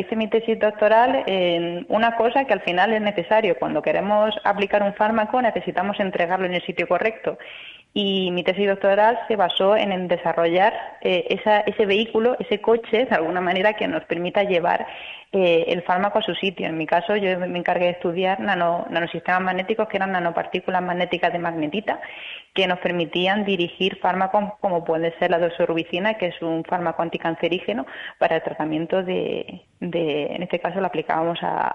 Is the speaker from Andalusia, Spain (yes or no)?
yes; Granada, Andalusia, Spain; Pues yo vengo desde Granada y he de decir que como en casa.